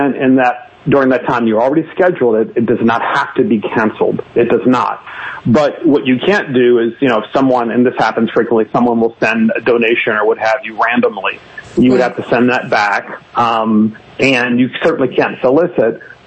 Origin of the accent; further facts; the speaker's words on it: Baltimore, Maryland, United States; I do represent Calvert County, but I was born and raised in Baltimore. I'm very proud of that, I'm very proud of being a Baltimore boy.